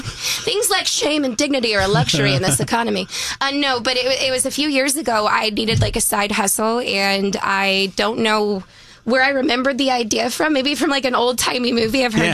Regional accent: Dalton, Georgia, United States; moved away as an adult; now in Midwest, United States; I'm actually from Georgia. Originally, I'm from Dalton, Georgia. Shout out Dalton, carpet capital of the world

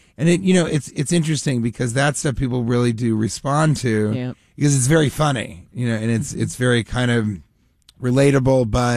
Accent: Denver, Colorado, United States; Denver, where I'm from

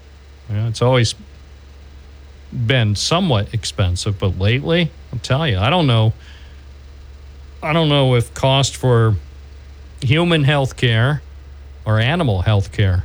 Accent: Endicott, New York, United States; also born or lived in Endwell; When I was growing up in Endwell and Endicott

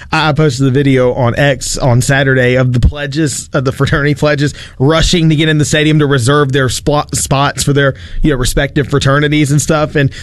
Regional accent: Mississippi, United States; I'm born and raised in Mississippi, lived here my whole life.

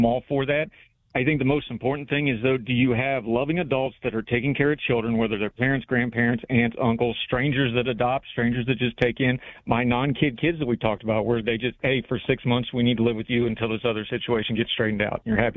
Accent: Summersville, West Virginia, United States; I come from Somersville, West Virginia, 2,800 to 3,000 people.

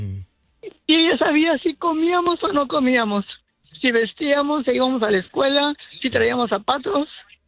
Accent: Tijuana, Baja California, Mexico; now in United States; Pues teníamos tías que ya estaban acá en el otro lado porque nosotros crecimos en Tijuana.

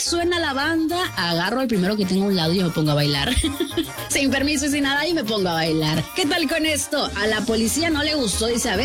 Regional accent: Sinaloa, Mexico; Lo traigo en mi sangre, mi raza. Y es que, pues se sabe, somos de tierras sinaloenses.

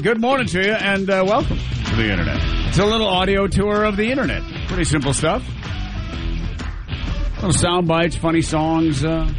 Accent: Michigan, United States; As someone who came, who was born and raised in Western Michigan, which was founded on a religious ethos of known as Calvinism.

